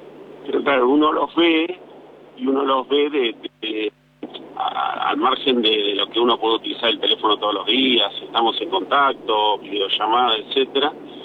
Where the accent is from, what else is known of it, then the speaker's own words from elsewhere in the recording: Barcelona, Catalonia, Spain; De Barcelona, vivo en Barcelona.